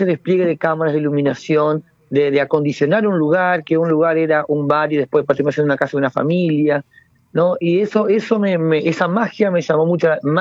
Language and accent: Spanish; María Grande, Entre Ríos, Argentina; yo soy de María Grande, oriundo de allá. Arranqué teatro a trabajar allá.